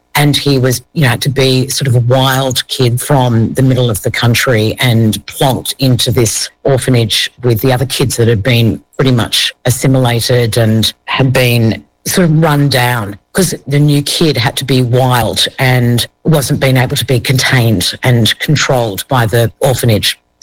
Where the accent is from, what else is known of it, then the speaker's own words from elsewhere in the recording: Bondi, New South Wales, Australia; I grew up in Australia. I was born and bred in Bondi with a white Australian mother, and my father's Iranian, but he left when I was two.